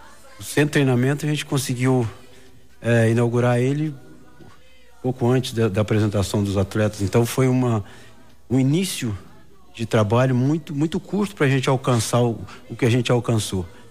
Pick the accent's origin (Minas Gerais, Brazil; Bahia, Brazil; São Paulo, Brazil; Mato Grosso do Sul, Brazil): Minas Gerais, Brazil; Manhuaçu; Eu sou de natural de Manhuaçu